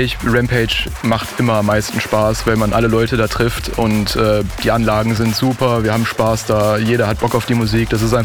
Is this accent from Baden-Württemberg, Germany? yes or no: no; North Rhine-Westphalia, Germany; ich komme aus der Region Köln, Aachen, wenn man es genau nehmen möchte.